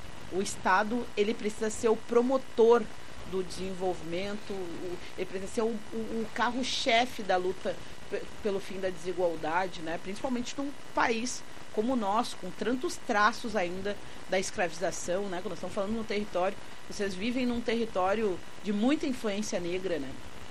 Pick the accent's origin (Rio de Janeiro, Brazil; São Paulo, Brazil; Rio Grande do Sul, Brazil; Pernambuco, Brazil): Rio Grande do Sul, Brazil; Mas eu sou gaúcha, falo, né? Quando falam, eu vou para fora. Se tu é baiana, não, eu sou gaúcha, pô.